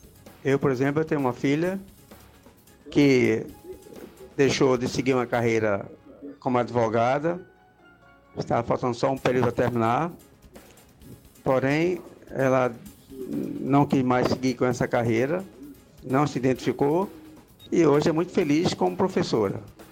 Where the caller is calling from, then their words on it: Olinda, Pernambuco, Brazil; aqui eu sou de Olinda.